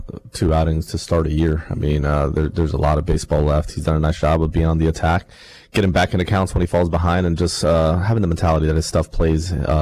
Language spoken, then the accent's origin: English; Miami, Florida, United States; from where we grew up in Miami